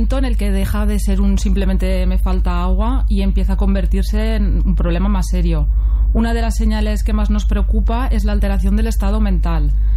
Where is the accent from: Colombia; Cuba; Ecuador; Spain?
Spain; Soy de aquí, de Vilabella, de cerquita al ladito.